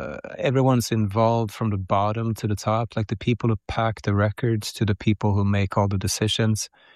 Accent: Sweden; because I'm from Sweden, I sometimes think that they are like the social democrats of indie music.

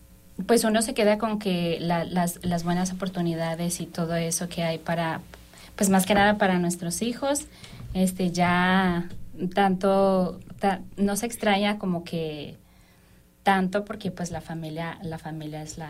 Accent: San Luis Potosí, Mexico; now in Bloomington, United States; Yo soy originaria de México, San Luis Potosí. Tengo una hija

